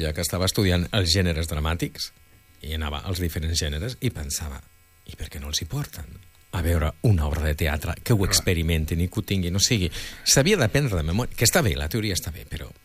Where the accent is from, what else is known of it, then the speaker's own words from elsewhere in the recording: Vila-seca, Catalonia, Spain; Jo sóc de Vilaseca, estava a Tarragona